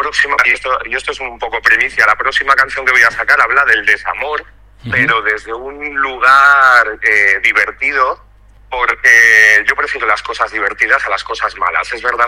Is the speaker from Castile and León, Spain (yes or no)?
yes; Soria, Castile and León, Spain; now in Madrid, Spain; en mi pueblo, que está allí en la montaña, en Soria.